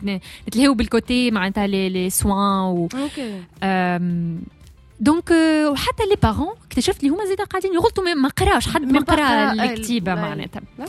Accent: Tunisia; عندنا في تونس

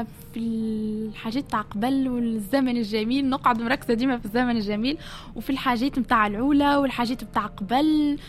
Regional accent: Tunisia; راهو بابا جزيري وامي تونسيه، اما انا عايشه في تونس وولدت في تونس وكبره في تونس.

